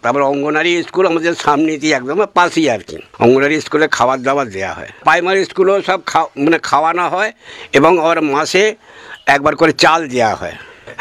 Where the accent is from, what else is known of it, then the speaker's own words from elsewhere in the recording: Lakshmanpur, West Bengal, India; আমাদের গ্রাম হচ্ছে লক্ষণপুর জেলার হুগলি